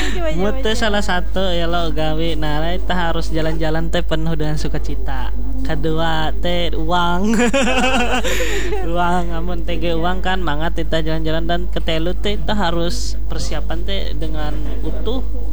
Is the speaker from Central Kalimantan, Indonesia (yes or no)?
yes; Palangkaraya, Central Kalimantan, Indonesia; ita sebagai anak Dayak lah asli Palangkaraya